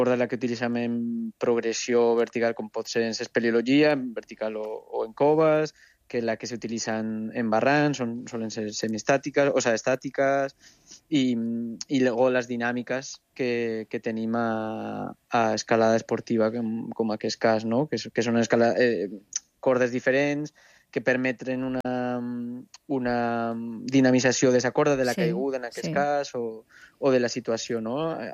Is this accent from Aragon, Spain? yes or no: yes; Jaca, Aragon, Spain